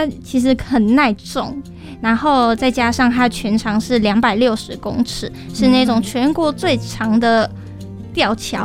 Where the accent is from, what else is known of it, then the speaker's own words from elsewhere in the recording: central Taiwan, Taiwan; 我是中部人